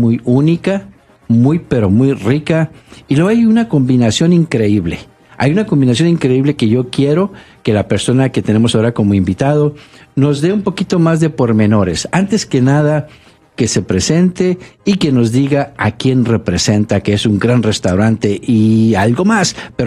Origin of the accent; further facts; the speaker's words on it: Mexico; moved away; tengo la oportunidad de ir a mi pueblo, por allá a México